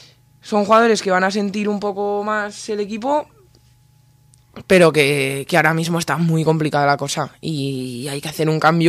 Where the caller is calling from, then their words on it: Nuez de Ebro, Aragon, Spain; Yo soy de Nuez de Ebro, de un pueblo